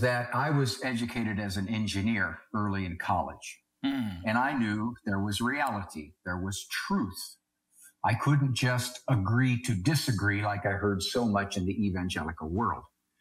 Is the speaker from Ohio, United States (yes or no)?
yes; Canton, Ohio, United States; I was brought up Catholic in Canton, Ohio. I left the Catholic Church in my 30s, went out into the evangelical world